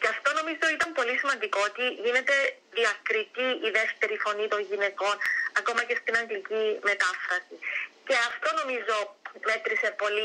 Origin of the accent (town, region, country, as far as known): Cyprus